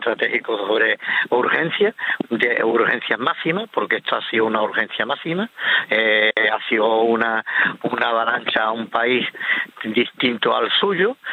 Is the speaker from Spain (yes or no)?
yes; Ceuta, Spain; y yo soy de aquí de Ceuta y nacido aquí en Ceuta.